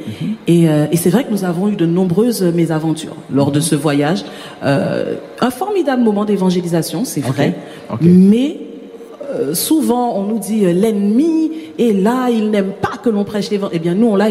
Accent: Guadeloupe; moved away; also born or lived in Martinique / England / Paris; Ça fonctionne différemment de chez nous, en Guadeloupe.

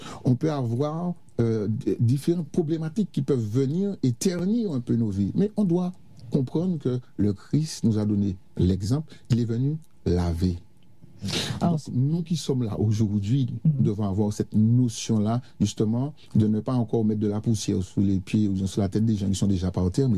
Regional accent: Martinique; en tant que bon Martiniquais

